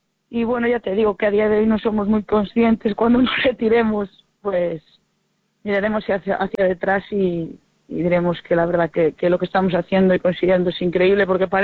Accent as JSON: {"language": "Spanish", "town": "Tui", "region": "Galicia", "country": "Spain", "tie": "born or raised there", "said": "Recuerdos, la verdad, sobre todo en mi tierra, en Tui, porque fueron quienes me dieron la oportunidad de poder jugar al fútbol, que empecé muy pequeñita en Tui"}